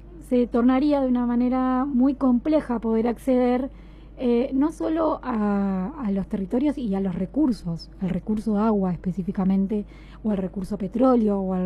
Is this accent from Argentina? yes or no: yes; Argentina; nuestros derechos como argentinos y argentinas